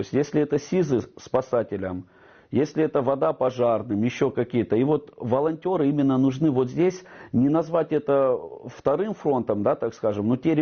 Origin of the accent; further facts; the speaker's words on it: Tuapse, Krasnodar Krai, Russia; я вообще житель коренной, да, Туапсе.